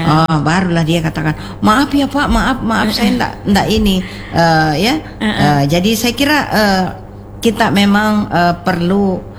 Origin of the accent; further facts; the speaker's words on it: South Sulawesi, Indonesia; Kalau kita orang Sulawesi Selatan itu kita Anda.